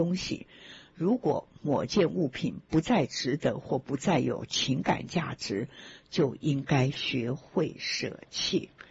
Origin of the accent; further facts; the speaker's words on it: Taiwan; moved away as an adult; now in United States; 因为我在台湾也是出生长大，然后到了美国呢也在这边工作或等等的哦。